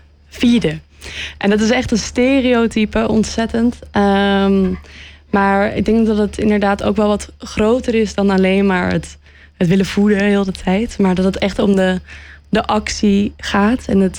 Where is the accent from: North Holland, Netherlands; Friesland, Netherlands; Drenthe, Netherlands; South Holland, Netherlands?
North Holland, Netherlands; Amsterdam; ik ben Chinees-Javaans, Chinees-Javaans Amsterdammer. Dat wel specifiek voor die diaspora mij wel echt doet denken aan die cultuur.